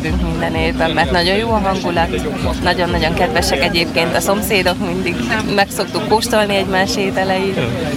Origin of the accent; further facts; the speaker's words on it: Kács, Borsod-Abaúj-Zemplén, Hungary; born there; moved away; Hát nagymamámű Kácsi, én itt születtem egyébként Kácson.